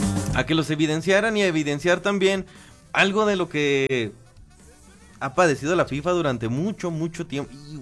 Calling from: San Luis Potosí, Mexico; de San Luis Potosí.

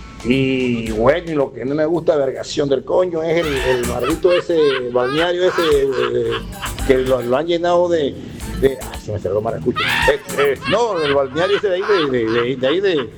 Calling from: Valledupar, Cesar, Colombia; de aquí del barrio La Nevada.

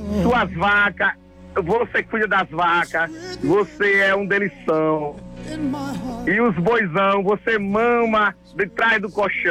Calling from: Feira de Santana, Bahia, Brazil; eu sou de Feira de Santana, eu sou um viadão de Feira de Santana.

